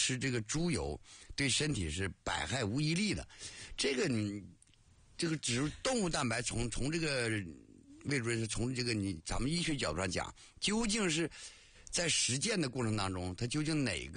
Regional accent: Northeast China, China; 我们东北人叫荤油嘛

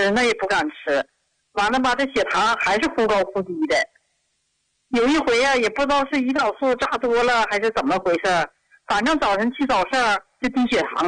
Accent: Harbin, Heilongjiang, China; 李老师，我们是哈尔滨这边的。

